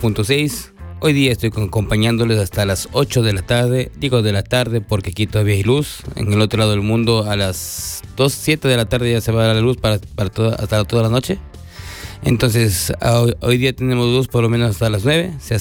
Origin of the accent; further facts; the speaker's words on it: Ecuador; moved away; yo soy de Ecuador, y en mi paisito, en mi querido terruño